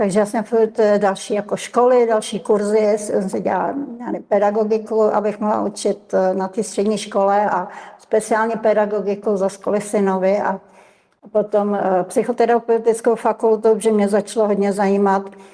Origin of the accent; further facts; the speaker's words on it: Prague, Czechia; moved away as an adult; now in Tábor, Czech Republic; já jsem původně z Prahy